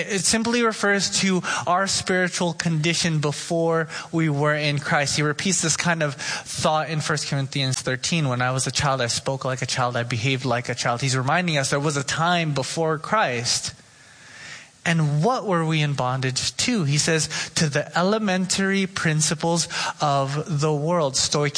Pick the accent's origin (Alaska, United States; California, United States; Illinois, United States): California, United States; Oxnard; born or raised there